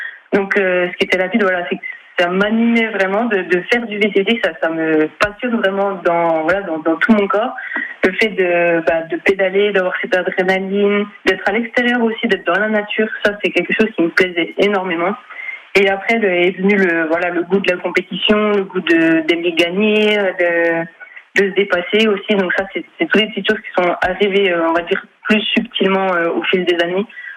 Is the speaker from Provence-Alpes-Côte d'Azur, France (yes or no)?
no; Morteau, Bourgogne-Franche-Comté, France; born or raised there